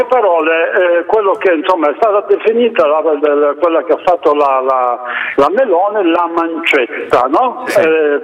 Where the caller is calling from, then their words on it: Genoa, Liguria, Italy; io sono a Genova dal 65